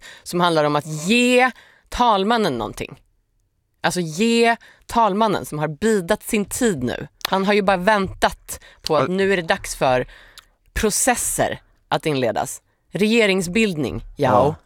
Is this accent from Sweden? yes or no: no; Iceland; moved away; Jag är från Island.